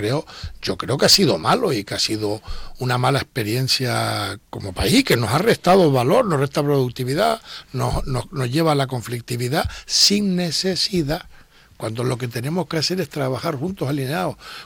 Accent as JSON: {"language": "Spanish", "region": "Canary Islands", "country": "Spain"}